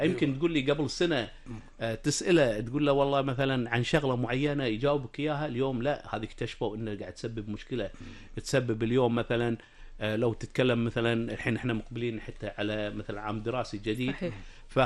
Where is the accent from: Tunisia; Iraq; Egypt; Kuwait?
Kuwait; إحنا كمجتمع كويتي وبالكويت